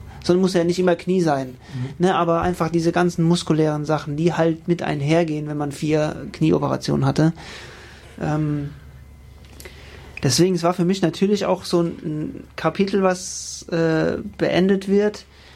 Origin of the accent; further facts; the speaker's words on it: Rhineland-Palatinate, Germany; moved away as an adult; now in Mannheim, Germany; wir sind ja aus der Umgebung, von daher ist es für uns sehr theoretisch Heimat, auch wenn wir Pfälzer sind, aber klar, nicht weit weg. Ich bin auch stolzer Pfälzer.